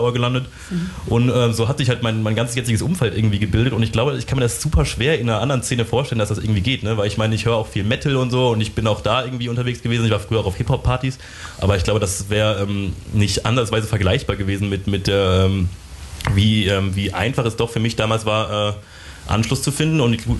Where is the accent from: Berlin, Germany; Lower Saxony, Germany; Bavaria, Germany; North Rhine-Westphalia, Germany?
North Rhine-Westphalia, Germany; Bonn; now in Cologne, Germany; Ich bin dann auch nach Köln gezogen und so. Ich komme eigentlich dann ursprünglich aus Bonn.